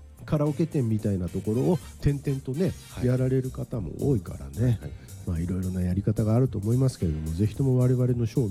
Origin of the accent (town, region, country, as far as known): Osaka, Japan; born or raised there; moved away